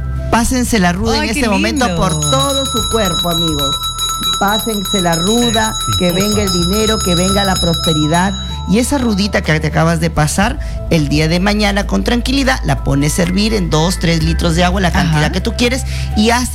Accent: Chiclayo, Lambayeque, Peru; mi tierra linda, Chiclayo

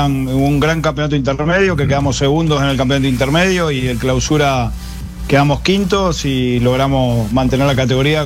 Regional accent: Uruguay; nosotros como uruguayos

